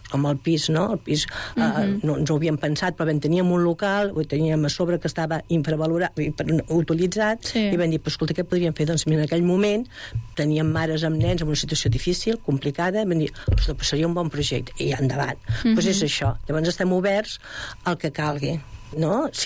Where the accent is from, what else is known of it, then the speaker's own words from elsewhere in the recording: Mollet del Vallès, Catalonia, Spain; jo soc de Mollet tota la vida, visc ara a la mateixa casa on vaig néixer.